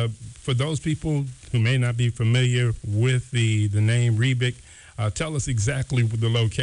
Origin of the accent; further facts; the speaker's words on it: Buffalo, New York, United States; now in Erie, United States; over in Buffalo recently, my hometown.